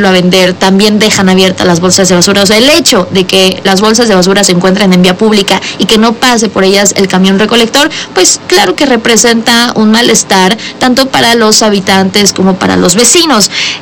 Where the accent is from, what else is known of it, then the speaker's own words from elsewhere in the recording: Puebla, Mexico; Nosotros somos como ciudadanos, como poblanos, somos quienes utilizamos las vialidades